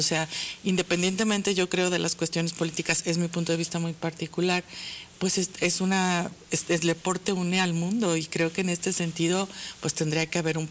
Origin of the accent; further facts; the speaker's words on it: Mexico; para nosotros como mexicanos